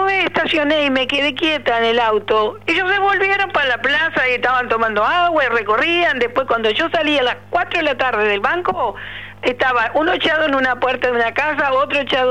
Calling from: San Carlos, Maldonado, Uruguay; soy de acá de San Carlos … soy una señora de 72 años casi

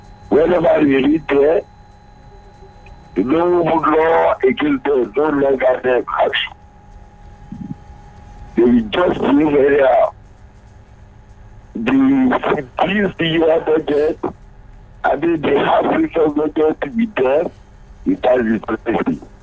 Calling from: Nigeria; from Bafuku.

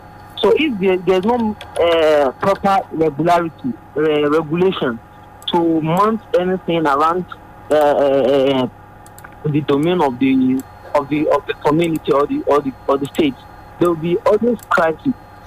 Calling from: Nigeria; from Sakalore.

